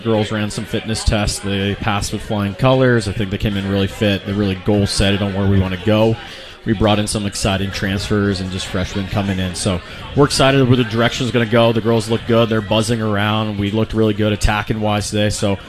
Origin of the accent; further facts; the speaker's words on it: Los Angeles, California, United States; also born or lived in San Francisco; I'm from Los Angeles originally, and it took me all the way up to San Francisco going to school there for 2 years.